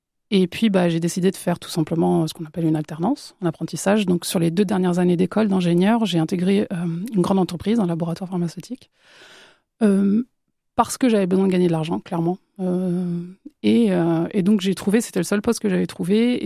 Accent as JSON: {"language": "French", "town": "Barcelona", "region": "Catalonia", "country": "Spain", "tie": "born or raised there", "said": "Alors, il faut savoir que moi, j'ai grandi à Barcelone. Donc, le décalage Barcelone-Orléans, il a été un petit peu dur pour moi."}